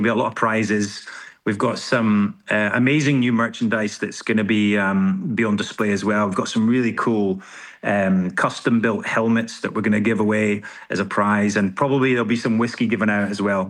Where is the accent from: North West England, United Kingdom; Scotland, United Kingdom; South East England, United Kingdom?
Scotland, United Kingdom; born there; now in central Scotland, United Kingdom; I really wanted to you know, invest and shine a spotlight on where I'm from. I was born in Dumfries and Galloway, and it's such an amazing part of the world.